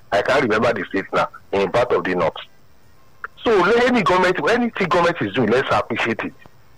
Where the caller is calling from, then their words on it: Lagos, Nigeria; I'm calling from Ogba.